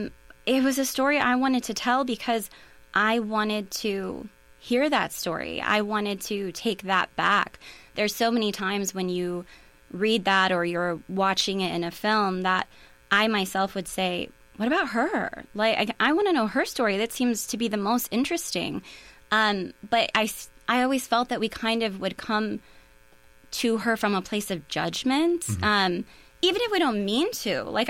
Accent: Nisita, Wisconsin, United States; It's definitely based on my hometown, or I would say loosely based on my hometown, which is Nisita, Wisconsin, where I grew up, which has quite a bit of its own lore.

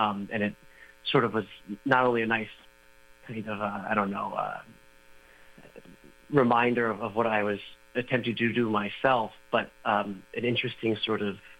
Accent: United States; as an American

